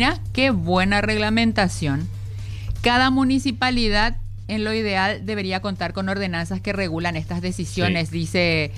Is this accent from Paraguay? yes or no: yes; Lambaré, Central, Paraguay; yo soy de Lambaré